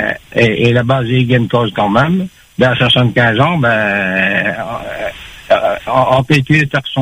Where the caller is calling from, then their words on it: Saint-Benoît, Réunion; J'habite à Saint-Benoît.